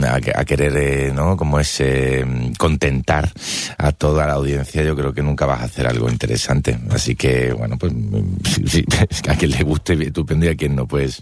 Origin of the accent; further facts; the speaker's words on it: Málaga, Andalusia, Spain; Yo soy andaluz, soy de Málaga, mi abuelo era de León, mi bisabuelo era del País Vasco, mi padre nació en Granada